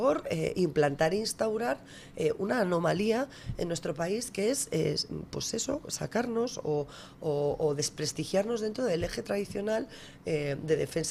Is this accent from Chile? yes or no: no; Spain